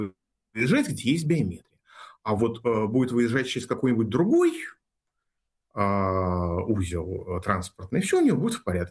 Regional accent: Russia; мы с вами, как граждане России, коренные

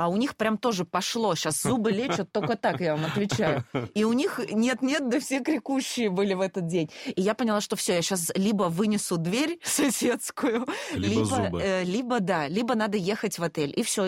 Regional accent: Moscow, Russia; я вообще родилась вот в Москве и жила всю сознательную жизнь в районе Ясенево. Это очень такой зеленый район на юго-западе Москвы.

